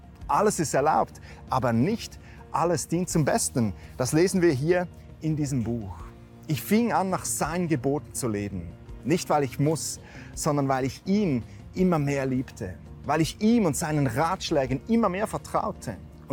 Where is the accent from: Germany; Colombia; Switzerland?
Switzerland; Bei uns in der Schweiz gibt es ein Gesetz, dass man auf der Autobahn maximal 120 fahren darf.